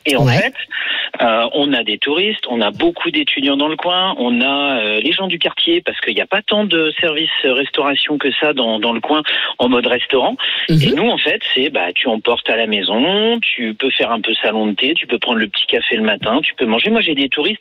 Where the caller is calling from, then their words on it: Reims, Grand Est, France; je suis à Reims sur la voie des Sacres, la grosse artère touristique entre la cathédrale et la basilique